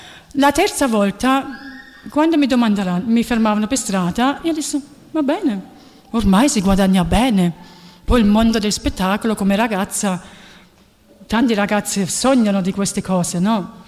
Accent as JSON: {"language": "Italian", "country": "Germany", "tie": "born or raised there", "said": "io sono nata e cresciuta in Germania, però i miei genitori sono di Torre Annunziata, cioè di Napoli."}